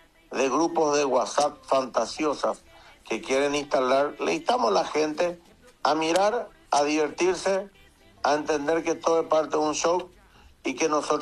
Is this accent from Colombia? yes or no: no; Carapeguá, Paraguarí, Paraguay; a mi pueblo carapegüeño